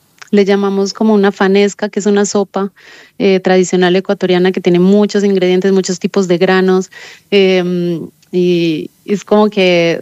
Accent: Colombia; yo soy colombiana

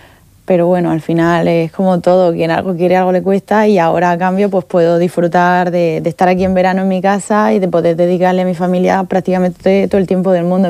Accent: Region of Murcia, Spain; moved away as an adult; now in Canary Islands, Spain; yo vengo de Canarias, he estado también trabajando en muchos sitios, pero ya para largo plazo sí que me gustaría ya aquí acercarme, esta es mi tierra, tengo aquí mi fami

